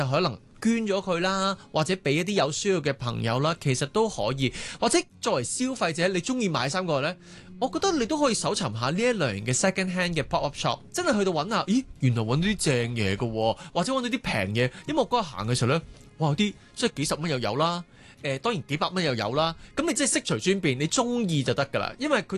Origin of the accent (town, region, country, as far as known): Hong Kong